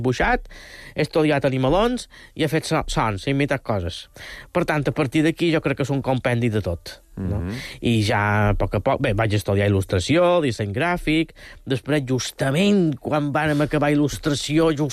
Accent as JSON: {"language": "Catalan", "town": "Banyalbufar", "region": "Balearic Islands", "country": "Spain", "tie": "born or raised there", "said": "El meu poble, Banyabufar, som un poquet més originals"}